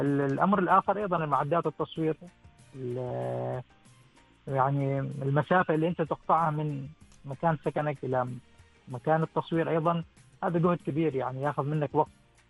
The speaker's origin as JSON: {"language": "Arabic", "country": "Oman", "said": "من سلطنة عمان أو من بلادنا عمان"}